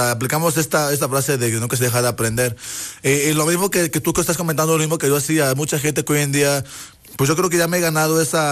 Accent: Mexico; Soy de México

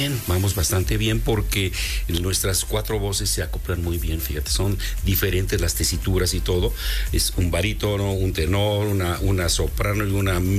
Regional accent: Puebla, Mexico; la intención es un grupo de cantantes poblanos

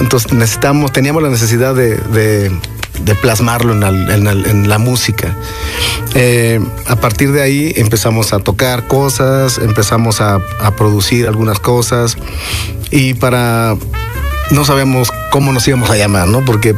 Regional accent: Cuernavaca, Morelos, Mexico; moved away; allá de donde soy oriundo, que es de Cuernavaca, Morelos, tenemos la costumbre de saludarnos a larga distancia de vecino

